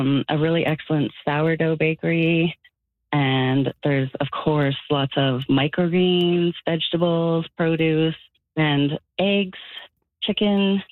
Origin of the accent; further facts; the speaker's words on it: Truro, Nova Scotia, Canada; also born or lived in Western Canada; now in New Germany, Canada; Well, I grew up in Truro, Nova Scotia, and I ended up in New Germany after 12 years out west. My husband and I moved back in 2017, and we picked this area to be close to my mom.